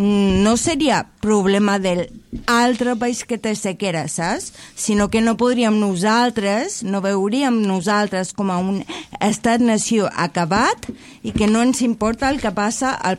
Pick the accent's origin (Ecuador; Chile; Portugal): Chile; jo no soc europea, eh? Ojo, soc americana, bueno, soc de Xile.